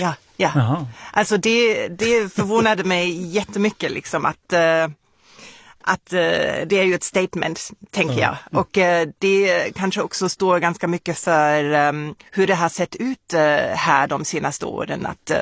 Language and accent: Swedish; Germany; moved away